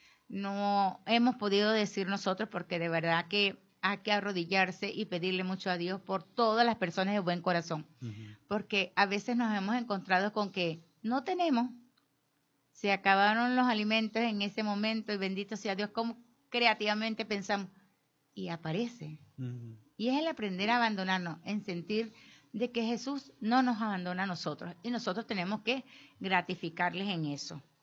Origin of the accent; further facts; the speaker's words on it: Barquisimeto, Lara, Venezuela; salimos desde Lonín por las principales calles de Barquisimeto, haciendo ruido con ellos, con música, lanzando caramelo. También necesitamos caramelo para lanzar. Necesitamos carro, necesitamos gente, pitos, todo, para decir, hey, existimos, aquí estamos, somos barquisimetanos.